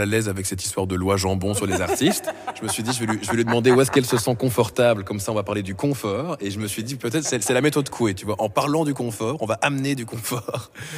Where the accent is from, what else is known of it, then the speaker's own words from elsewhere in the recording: Brussels, Brussels-Capital Region, Belgium; Alors on dit: ben, on vient de Bruxelles, en Belgique.